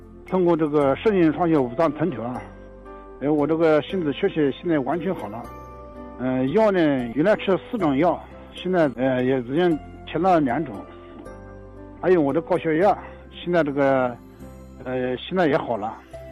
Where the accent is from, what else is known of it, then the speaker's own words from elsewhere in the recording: Nanjing, Jiangsu, China; 我是来自江苏南京的